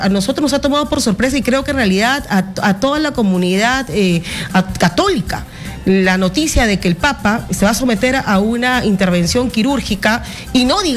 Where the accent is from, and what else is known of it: Peru; now in Lima, Peru